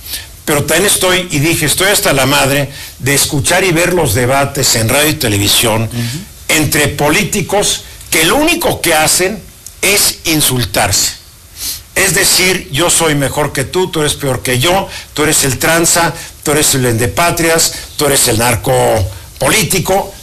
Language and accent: Spanish; Mexico City, Mexico; born there; No, yo nací en la Ciudad de México, hijo, nieto, bisnieto, tataranieto de chiapanecos.